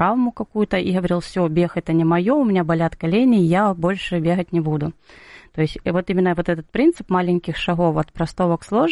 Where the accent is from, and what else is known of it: Kislovodsk, Stavropol Krai, Russia; born there